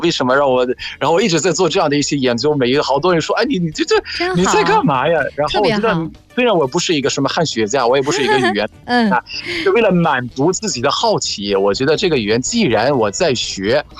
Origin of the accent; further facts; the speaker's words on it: Egypt; Chinese is a second language; ，我是来自埃及的